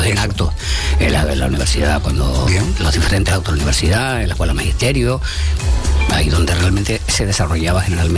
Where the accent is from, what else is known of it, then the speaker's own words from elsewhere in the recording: Güímar, Canary Islands, Spain; also born or lived in Santa Cruz de Tenerife; Nací en Santa Cruz de Tenerife, aunque soy guimarero. Aunque tuve que nacer aquí porque mi padre trabajó en la refinería, uh-huh, y una serie de convenios que tenía con la clínica Covadonga.